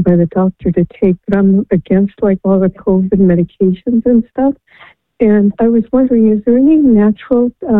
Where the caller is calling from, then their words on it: Antelope Valley, California, United States; I'm from the Antelope Valley